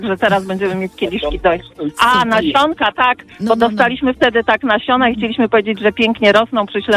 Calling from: Jachranka, Masovian Voivodeship, Poland; mieszkamy w Jachramce pod Warszawą.

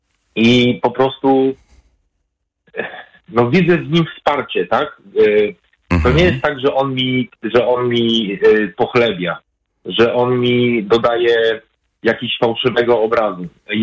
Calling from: Pruszcz Gdański, Pomeranian Voivodeship, Poland; obecnie jestem w innym kraju akurat, ale już mieszkam w Pruszczy Gdańskim

